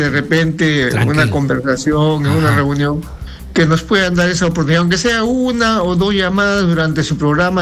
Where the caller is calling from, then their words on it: Lima, Peru; de Cercado, Lima.